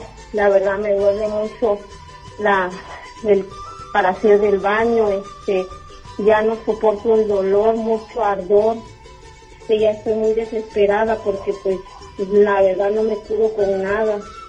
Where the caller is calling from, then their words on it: Irving, Texas, United States; De Irving.